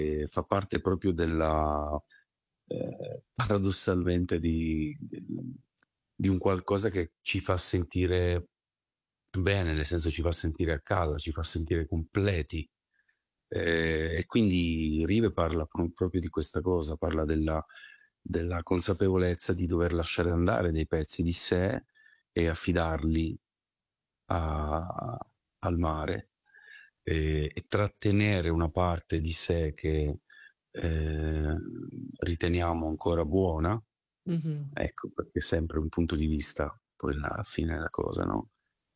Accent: Sicily, Italy; now in Monza, Italy; La Sicilia, ce l'ho nel DNA, ce l'ho. È come dire una qualità terrena che mi scorre sotto la pelle, quindi ho bisogno di tornare a casa ogni X

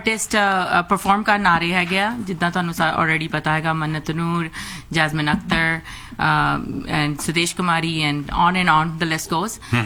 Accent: Fatehgarh Sahib, Punjab, India; moved away as an adult; now in Canada; ਮੈਂ ਪੰਜਾਬ ਤੋਂ ਜੀ, ਫਤਿਹਗੜ੍ਹ ਸਾਹਿਬ ਤੋਂ ਆ।

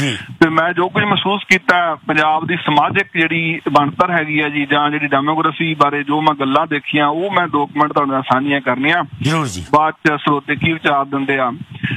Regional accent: Punjab, India; moved away as an adult; ਮੈਂ ਕਾਫੀ ਹਿੱਸਾ ਇੱਥੇ ਕੱਢਿਆ

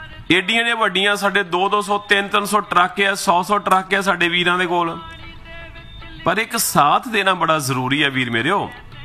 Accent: Punjab, India; now in Canada; ਹਾਲੇ ਅਸੀਂ ਖੁਦ ਪੰਜਾਬੀ ਹਾਂ, ਪੰਜਾਬੀ ਆਡੀਅੰਸ ਮੇਰੀ ਜ਼ਿਆਦਾ ਹੈ

